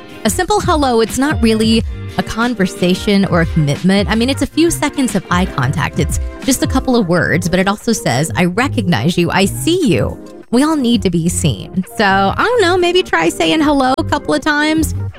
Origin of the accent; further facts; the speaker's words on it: Texas, United States; I grew up in Texas